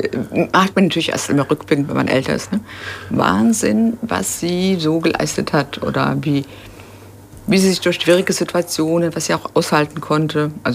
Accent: Bodenheim, Rhineland-Palatinate, Germany; also born or lived in Mainz; now in Nieder-Olm, Germany; Ich bin hier in Mainz geboren und in Bodenheim groß geworden. Also nicht weit von hier. Und hier in Mainz dann wieder Abitur gemacht und sogar studiert.

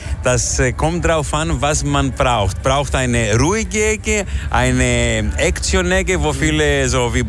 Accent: Thessaloniki, Central Macedonia, Greece; German is a second language; now in Germany; Ich bin Grieche. Ich komme aus Thessaloniki. Thessaloniki ist die zweite Großstadt nach Athen, für die Leute, wo die das nicht wissen.

